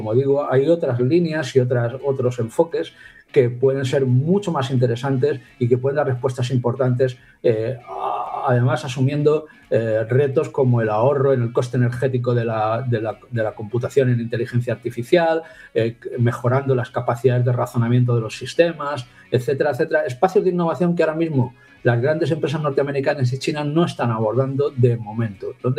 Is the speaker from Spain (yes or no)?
yes; Spain; now in United States; Soy europeo, soy español y aunque tenga mis ojos y al final termine desarrollando mis proyectos en Estados Unidos, me gustaría hacerlos en Europa